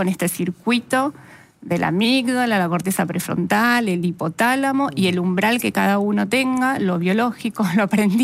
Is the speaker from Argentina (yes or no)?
yes; Argentina; Somos intensos, nos gusta el fútbol, nos gusta vivirlo así.